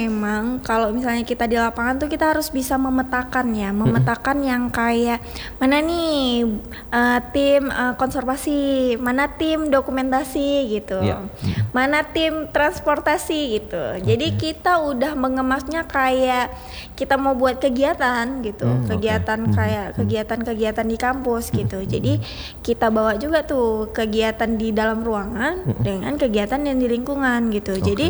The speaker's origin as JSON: {"language": "Indonesian", "region": "Aceh", "country": "Indonesia", "said": "di daerah saya ya, Aceh Tamiang"}